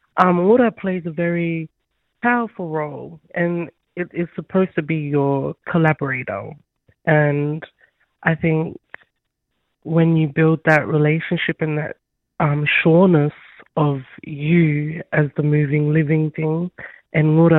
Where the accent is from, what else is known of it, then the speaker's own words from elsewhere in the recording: Mimili, South Australia, Australia; born there; I'm from Mimli community. Arnungu Kidindara Yankunjara lands in Central Australia.